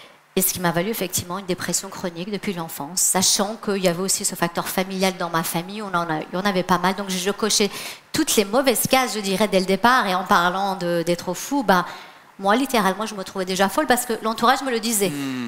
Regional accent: Iran; moved away; moi, je suis iranienne, d'où mon prénom d'ailleurs. Et donc j'ai connu cette période en Iran de la guerre, de la disette, des bombardements

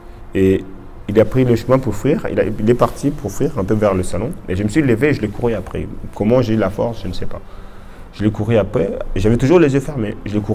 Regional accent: Geneva, Switzerland; also born or lived in Congo; je suis de Genève. Voici mon témoignage. J'ai grandi au Congo avec ma mère. Après le décès de ma mère, je suis venu rejoindre mon père ici à mes 11 ans.

